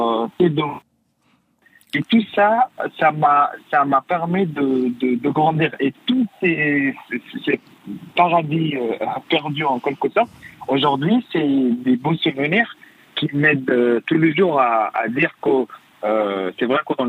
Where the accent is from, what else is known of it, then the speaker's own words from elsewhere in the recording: Darfur, Sudan; now in France; C'est-à-dire que mon pays d'origine, le Soudan, et mon pays d'adaptation, où j'étais adopté, la France.